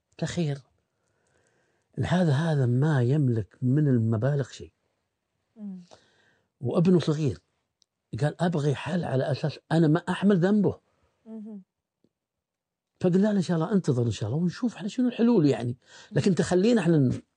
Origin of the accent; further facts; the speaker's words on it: Bahrain; احنا عندنا في البحرين